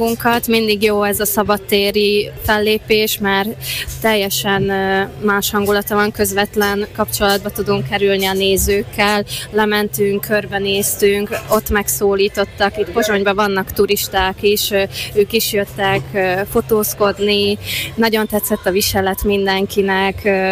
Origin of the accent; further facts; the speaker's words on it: Tekovské Lužany, Nitra Region, Slovakia; moved away; also born or lived in Želiezovce, Slovakia; Én Zselízen születtem, és Nagysallóról származom, ott élnek most is a szüleim.